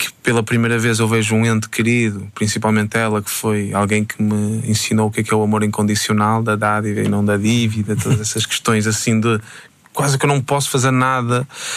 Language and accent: Portuguese; Porto, Norte, Portugal; accent: northern Portuguese with Carioca influence; Eu nasci em Portugal.